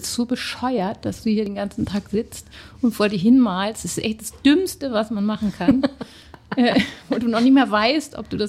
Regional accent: Mannheim, Baden-Württemberg, Germany; born there; also born or lived in Hamburg / Palatinate (Pfalz); dann sind wir in die Nähe von Mannheim gezogen. Also Baden-Württemberg dann. Und dann bin ich da in Mannheim auf die Schule gekommen.

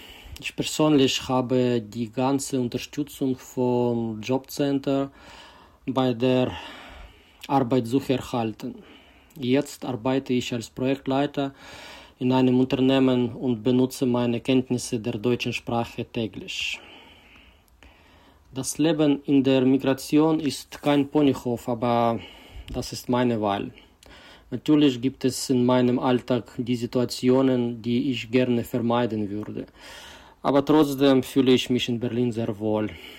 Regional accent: Ukraine; now in Germany; Ganz zu schweigen, dass in meiner Heimat einen furchtbaren Krieg herrscht.

